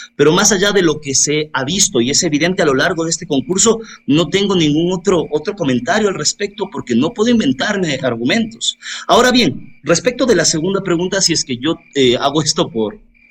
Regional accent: Ecuador; Y soy un comedido independiente porque soy ciudadano ecuatoriano. Sí, soy hijo de ciudadanos ecuatorianos, hermano de ciudadanos ecuatorianos.

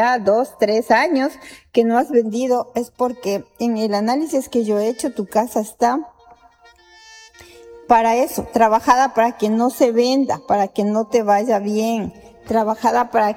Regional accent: Ecuador; Yo soy ecuatoriana, sí, soy ecuatoriana a mucha honra.

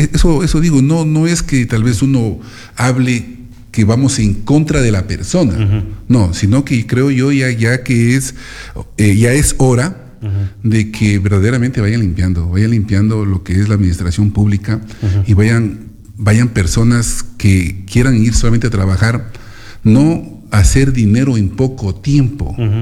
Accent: Ecuador

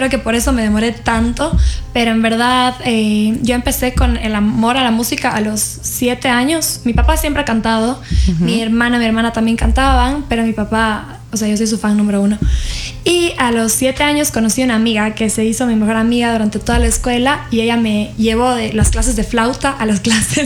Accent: Cuenca, Azuay, Ecuador; soy de Cuenca, soy de Ecuador

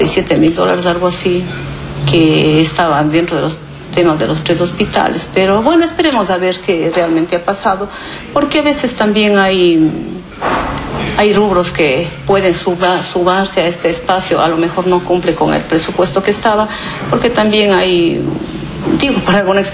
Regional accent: Sidcay, Azuay, Ecuador; soy nativa de la parroquia rural Sidcay, entonces siempre yo he trabajado con el pueblo y para el pueblo, y así tiene que ser.

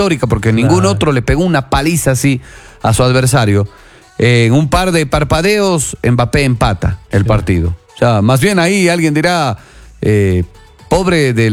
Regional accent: Ecuador; en esa época era niño, tenía 12 años. Obviamente como ecuatoriano, como sudamericano

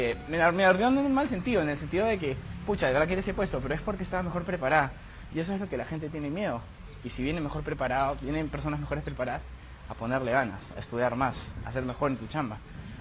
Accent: Peru; te lo digo, como peruano a mí me dolió.

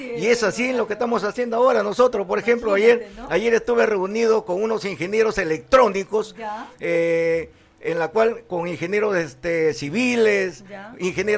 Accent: Túcume, Lambayeque, Peru; moved away; Yo, como todo buen tucumano. Ajá. Que por esta sangre corre la vena verdadera de Túcume, de un tucumano verdadero, de un caserío.

